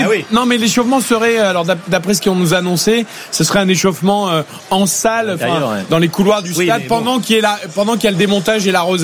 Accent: France; nous, en tant que Français

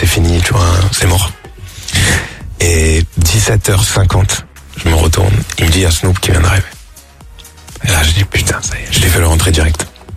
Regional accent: Marseille, Provence-Alpes-Côte d'Azur, France; Ben, je viens de Marseille, donc forcément, je me dis, à un moment donné, ça pourrait être cool de le faire.

